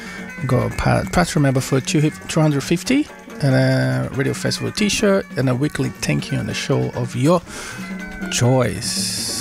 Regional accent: Brazil; moved away; I'm from Brazil

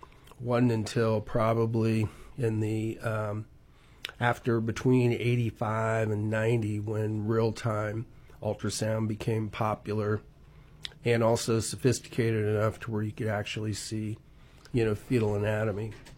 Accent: Illinois, United States; I am not from West Virginia.

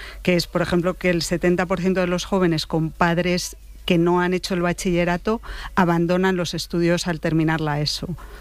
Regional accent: Valladolid, Castile and León, Spain; now in Madrid, Spain; Es la Elipa en Madrid, pero yo originalmente soy de Valladolid, El primer barrio en el que viví es Los Vadillos, que es un barrio obrero de Valladolid

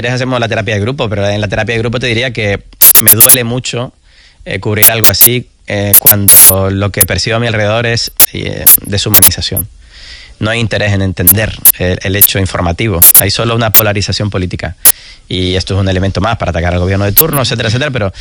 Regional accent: Spain

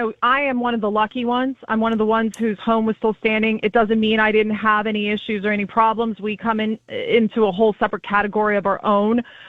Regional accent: California, United States; that's not going to get me as a Palisadian or as a Californian anywhere.

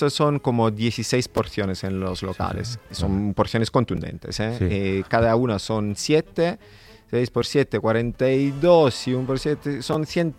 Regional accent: Naples, Campania, Italy; yo que soy, por ejemplo, de Nápoles, no comía la carbonara jamás.

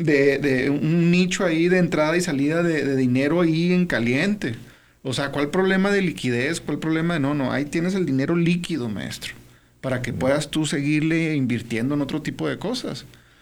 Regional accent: Mexico; ¿cuál producto mexicano tenemos?

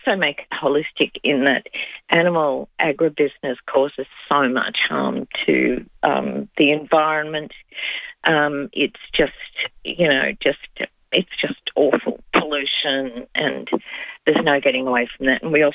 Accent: Adelaide, South Australia, Australia; Adelaide is my hometown, as you've mentioned, and I miss it so much

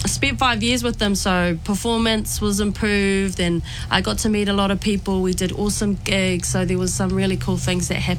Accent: Invercargill, Southland, New Zealand; now in Napier, New Zealand; So I was born in Invercargill, right at the bottom of the South Island. I have a Māori mama and a Pākehā papa, so... The being in Invercargill comes from my dad's side.

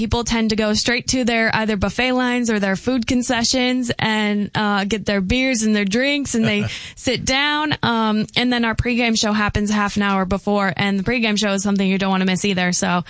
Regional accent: Dickinson, North Dakota, United States; now in Grand Forks, United States; I was born in Dickinson.

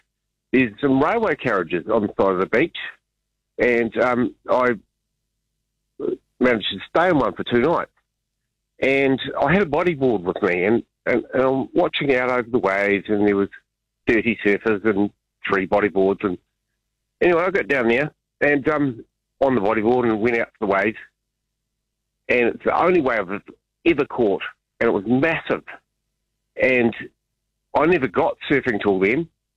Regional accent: Christchurch, Canterbury, New Zealand; moved away; I was born and bred in Christchurch, but I'm not there much.

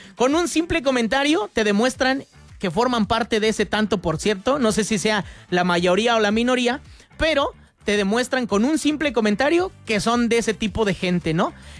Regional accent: Querétaro, Mexico; Estoy, yo soy de Querétaro, jaja.

